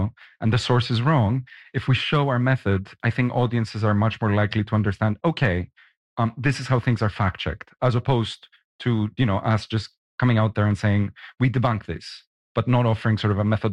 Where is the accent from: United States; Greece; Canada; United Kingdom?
Greece; So I was expecting interest from my home country, maybe countries in the Mediterranean.